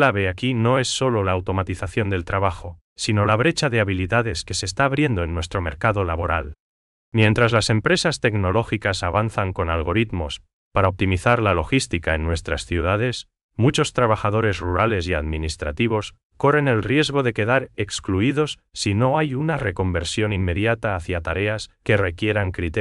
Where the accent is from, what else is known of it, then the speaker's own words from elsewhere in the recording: Paraguay; nos caracteriza como paraguayos